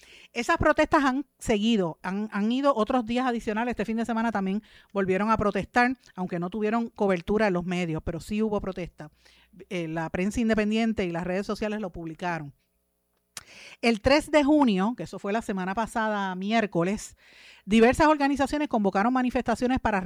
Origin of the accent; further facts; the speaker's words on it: Guaynabo, Puerto Rico; mi pueblo de Guaynabo